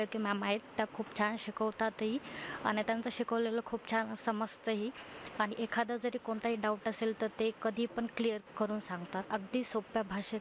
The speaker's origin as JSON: {"language": "Marathi", "town": "Parbhani", "region": "Maharashtra", "country": "India", "tie": "born or raised there", "said": "शिक्षण माझं जिल्हा परिषदमध्ये झालेले आणि 11वी 12वी परभणीत नवरचनामध्ये केलेले."}